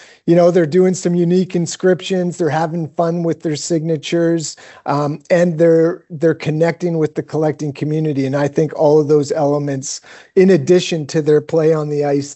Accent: Vancouver, British Columbia, Canada; I'm from Vancouver. Obviously there for the 94 run with Pavel Bure.

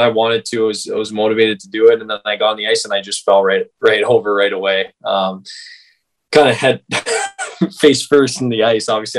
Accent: King City, Ontario, Canada; I'm from King City. We have a small local rink just by my house, like maybe a 2-3 minute walk away.

